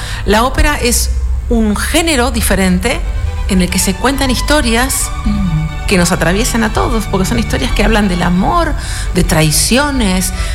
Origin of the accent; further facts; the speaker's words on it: Mar del Plata, Buenos Aires Province, Argentina; born there; los dos somos de Mar del Plata, somos nacidos allá.